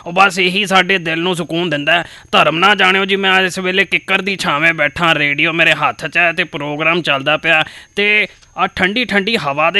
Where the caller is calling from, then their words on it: Punjab, India; ਲਾਗੇ ਸਮਰਾਮ ਤੋਂ ਗੱਲ ਕਰ ਰਿਹਾ ਜੀ। ਬਹੁਤ ਬਹੁਤ ਸਵਾਗਤ ਤੁਹਾਡਾ ਜੀ ਸਾਡੇ ਪਿੰਡ ਚ।